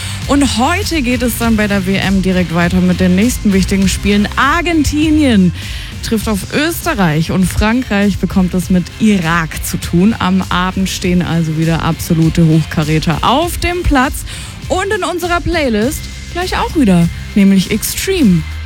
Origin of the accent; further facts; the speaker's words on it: Portugal; Ich würde mich freuen als Portugiesin.